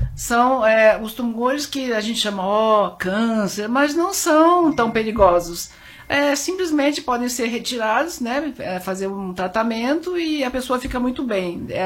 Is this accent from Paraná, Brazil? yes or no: yes; Curitiba, Paraná, Brazil; now in São Paulo, Brazil; Eu comecei em Curitiba, eu sou de Curitiba, e eu comecei a fazer clínica geral num hospital em Curitiba